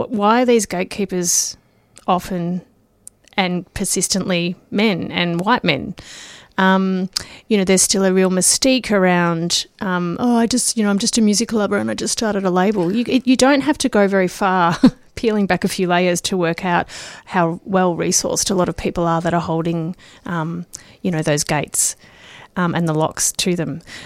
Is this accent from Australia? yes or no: yes; Sunshine, Victoria, Australia; I grew up in Sunshine in the 80s and the early 90s, so it was a particular era.